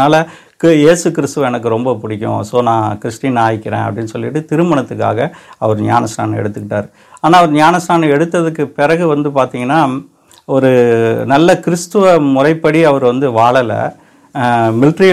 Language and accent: Tamil; India; born there; நான் சத்தீஸ்கரில் நான் ஜார்கண்டில் நான் பிறந்தேன்.